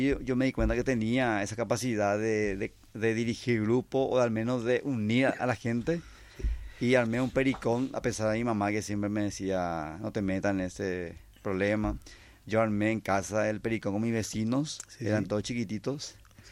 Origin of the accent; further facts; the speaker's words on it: Santa Rosa del Aguaray, San Pedro, Paraguay; moved away; also born or lived in San Estanislao (Santaní); Yo soy de Santaní, pero también me crié. O sea, pasé mi adolescencia en Santa Rosa de la Guaraí, en una comunidad que se llamaba López Salinas, hoy se le dice San Miguel del Norte, pero hasta hoy yo vuelvo a ese lugar y es como mi lugar preferido